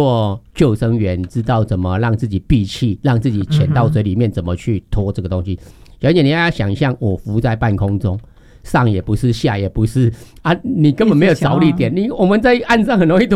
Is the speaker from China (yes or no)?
no; Dounan, Yunlin County, Taiwan; 我们台湾是一个早期是戒严